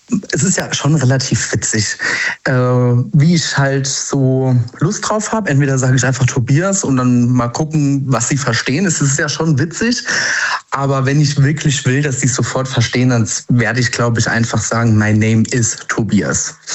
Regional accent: Saarland, Germany; Aus der Nähe von Saarbrücken im Saarland.

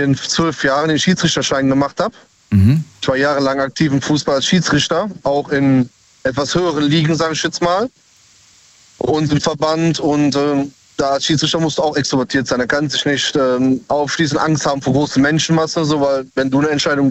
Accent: Cologne, North Rhine-Westphalia, Germany; Aus Köln.

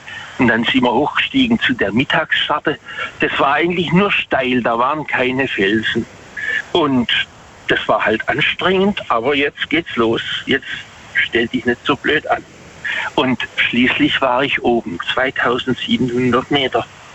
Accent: Waghäusel, Baden-Württemberg, Germany; Also ich komme aus Waghäusel.

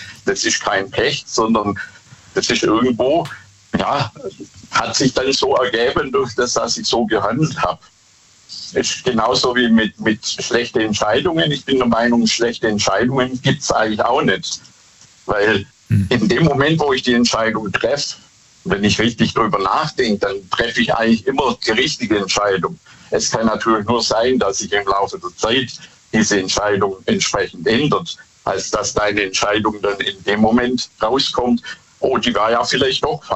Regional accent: Bad Boll, Baden-Württemberg, Germany; ich komme aus Bad Boll.

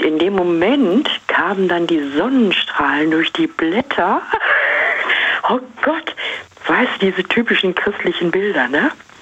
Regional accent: North Rhine-Westphalia, Germany; Ich bin also praktisch wieder zurückgegangen, so einen Schritt in meine Heimat und habe mich da sau wohl gefühlt

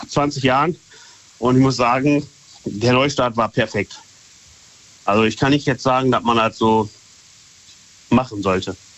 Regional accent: North Rhine-Westphalia, Germany; Ich komme aus NRW.

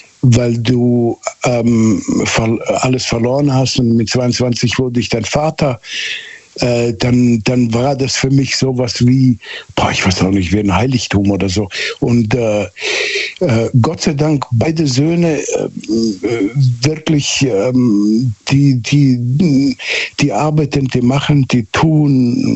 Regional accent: Southern Germany, Germany; born or raised there

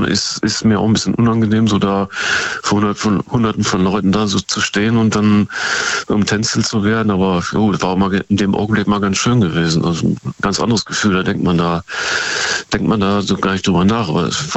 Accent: Osnabrück, Lower Saxony, Germany; Das war nur, wo ich in Osnabrück, meine Heimatstadt, gewohnt hatte, war mein Vater, der hat da noch gelebt.

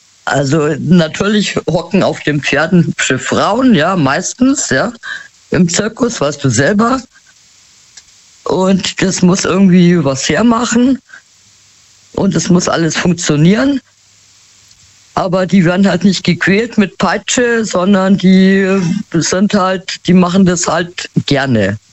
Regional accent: Munich, Bavaria, Germany; Aber ich komme gebürtig aus München, ja?

